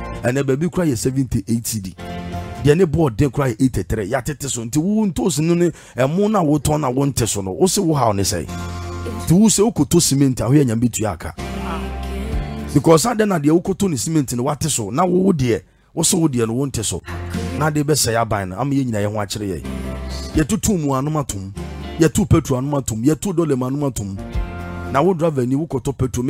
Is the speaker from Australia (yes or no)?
no; Nigeria; I'm mama. I'm from Nigeria.